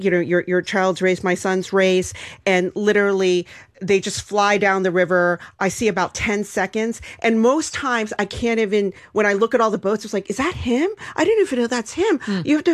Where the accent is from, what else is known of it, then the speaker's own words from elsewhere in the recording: Maryland, United States; I grew up in Maryland.